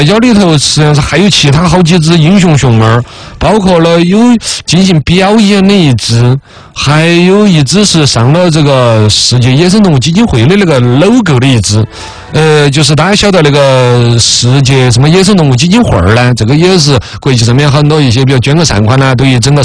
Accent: Sichuan, China; 现在我们四川这边投资的

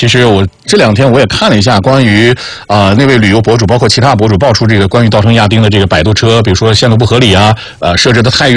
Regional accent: Henan, China; moved away; 我们河南省那边呢，就是我周边也好，或者说我从小到大见过的，我们那边吃的大多是花生油。

